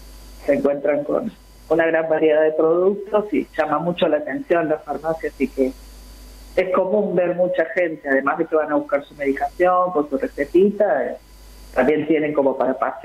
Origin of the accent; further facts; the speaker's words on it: San Luis, Argentina; moved away as an adult; also born or lived in Villa Gesell; now in General Madariaga, Argentina; Sí, yo vengo de San Luis. Hace 20 años me instalé en Villa Gesell. Y bueno, ahora llegué acá, a Madariaga.